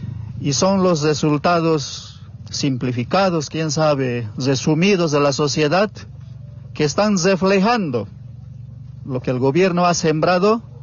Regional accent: Bolivia; nosotros somos originarios de aquí de Bolivia.

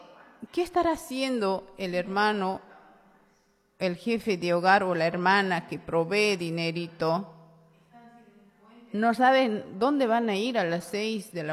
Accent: Bolivia; Todos los bolivianos y bolivianas tenemos que defender nuestro país

